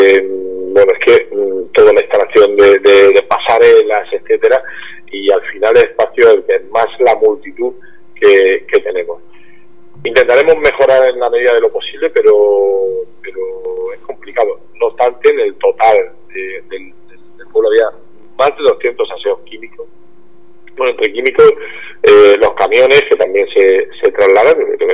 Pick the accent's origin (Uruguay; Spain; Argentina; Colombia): Spain; Caravaca de la Cruz, Region of Murcia; el orgullo que yo tengo como alcalde de mi pueblo, ¿no? Ser alcalde de Caravaca es un lujo